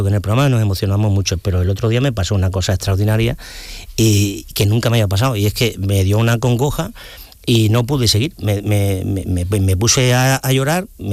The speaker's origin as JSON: {"language": "Spanish", "town": "Ubrique", "region": "Andalusia", "country": "Spain", "tie": "born or raised there", "said": "me he emocionado por partes con todo lo que ha ocurrido en mi pueblo, en Ubrique y en Grazalema"}